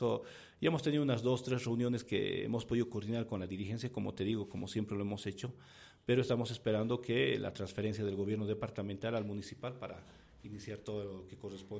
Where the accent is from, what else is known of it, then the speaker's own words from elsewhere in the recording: San Luis Potosí, Mexico; somos potosinos que generamos en este municipio